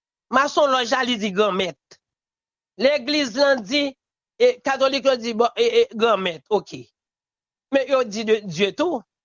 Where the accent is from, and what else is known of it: Haiti